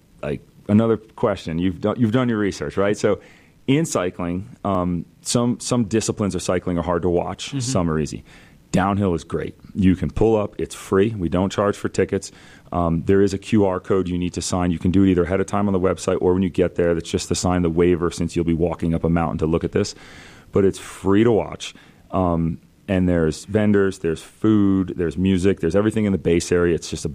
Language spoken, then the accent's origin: English; East Coast, United States; So locally, first of all, I'm from the East Coast, but we've moved a majority of our business to Utah.